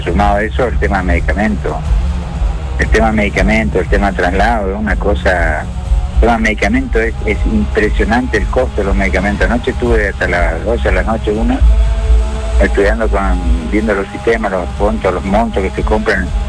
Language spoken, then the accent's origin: Spanish; Misiones, Argentina; now in Chaco, Argentina; en realidad yo no soy chaqueño, yo soy misionero